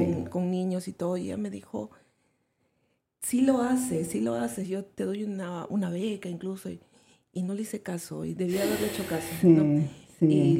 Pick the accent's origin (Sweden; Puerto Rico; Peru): Peru; Lima; moved away as an adult; also born or lived in Brooklyn, United States; now in Staten Island, United States; Porque yo soy de Lima y en Lima hay playas, ¿no? Y yo estaba acostumbrada a escaparme a la playa. Entonces, en la parte en la que yo vivía, yo vivía en Bay Ridge, no hay playa